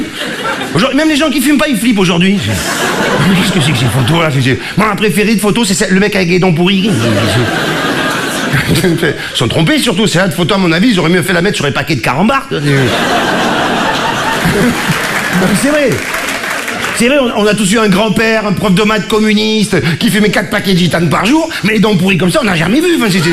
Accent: Marseille, Provence-Alpes-Côte d'Azur, France; now in Paris, France

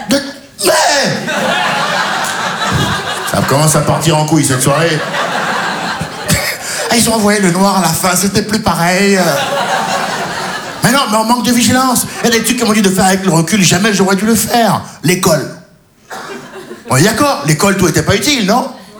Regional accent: Benin; Je me dis, je suis franco-béninois. Ouais, ben, je me dis maintenant, quand les impôts ils viennent, je suis béninois.

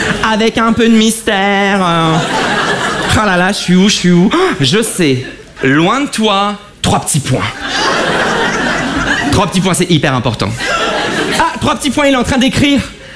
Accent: Avion, Hauts-de-France, France; born there; j'ai pas eu de bol, je suis né dans le Pas-de-Calais, dans un village qui s'appelle Avion, près de Lens.

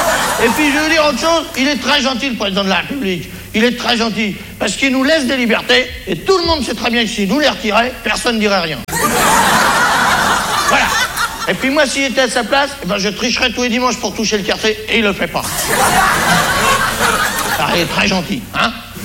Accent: France

